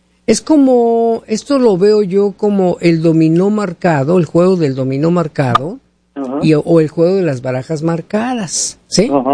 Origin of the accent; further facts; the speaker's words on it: northern Mexico, Mexico; moved away; Yo como buen mexicano